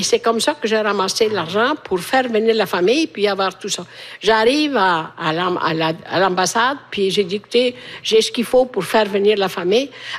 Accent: Italy; French is a second language; Puis c'est l'hiver. Chez nous, en Italie, il fait chaud.

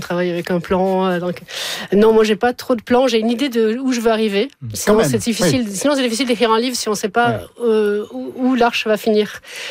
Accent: Montpellier, Occitanie, France; born there

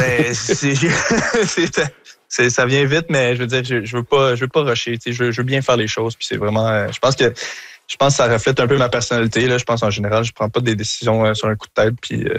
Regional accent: Montreal, Quebec, Canada; Ben je pense que vous le savez, je suis Montréalais dans l'âme

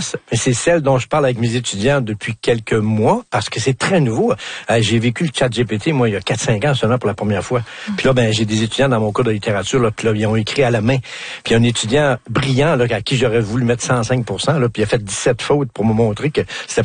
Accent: Quebec, Canada; accent: Québécois

